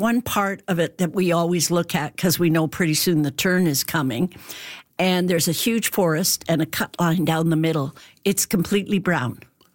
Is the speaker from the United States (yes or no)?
no; Alberta, Canada; I grew up in Alberta. I'm long time generations.